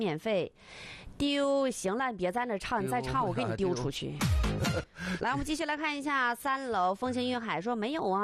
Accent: Dehui, Jilin, China; 就从德惠走出去的、有出息的咱一些孩子们啊

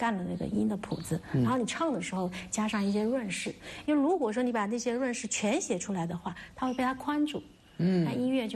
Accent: Shanxi, China; 因为我小时候是在村里面的小学上学，夏末村，然后我们那个村里面上课的时候都用本地话讲

